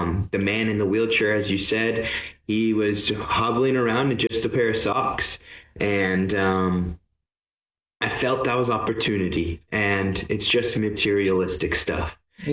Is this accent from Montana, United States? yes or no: yes; Montana, United States; I'm originally from Montana. My parents grew up here and they moved before our the children.